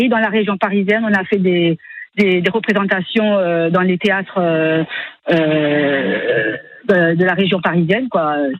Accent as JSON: {"language": "French", "country": "Madagascar", "moved": "yes", "lives_now": "France", "said": "Moi, je venais d'arriver de Madagascar en 91."}